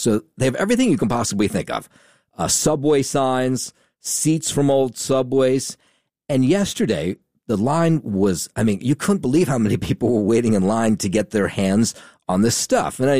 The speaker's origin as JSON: {"language": "English", "town": "Trenton", "region": "New Jersey", "country": "United States", "tie": "born or raised there", "said": "my hometown of Trenton"}